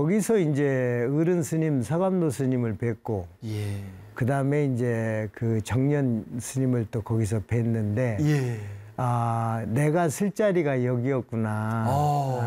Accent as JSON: {"language": "Korean", "town": "Buyeo", "region": "South Chungcheong", "country": "South Korea", "tie": "born there", "said": "부여군 가왈이라는 동네에 그 서동요 세트장이 만들어져 있습니다. 근데 사실은 그 어떤 인연인지는 모르겠습니다만은 제가 거기서 태어났습니다."}